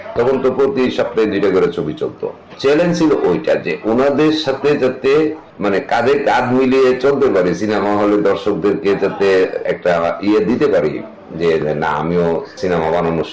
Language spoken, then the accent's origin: Bangla; Brahmanbaria, Chittagong Division, Bangladesh; moved away as an adult; আমার শৈশব কৈশোর কেটেছে বাংলাদেশের সাংস্কৃতিক রাজধানী ব্রাহ্মণবাড়িয়া জেলা শহরে। আমি এই শহরে বড় হয়েছি, লেখাপড়া করেছি, primary, high school, college, degree, শুধু এলএলবি পড়তে আমি ঢাকা আসছিলাম।